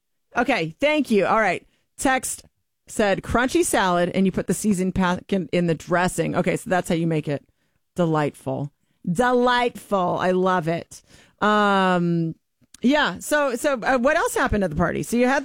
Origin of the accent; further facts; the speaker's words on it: Midwest, United States; I'm white and from the Midwest.